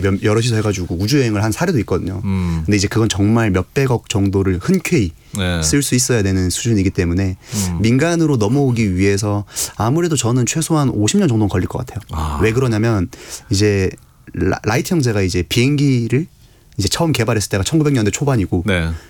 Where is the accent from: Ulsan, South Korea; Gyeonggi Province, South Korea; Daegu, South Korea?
Ulsan, South Korea; moved away; 제가 고향이 울산이기 때문에.